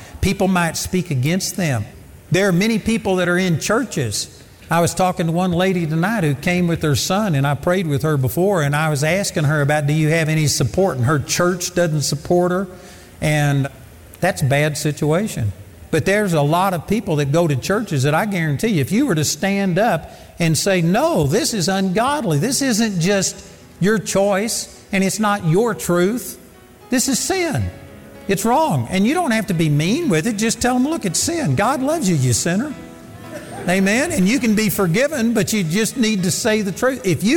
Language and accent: English; Texas, United States; Christianity, like I grew up in Texas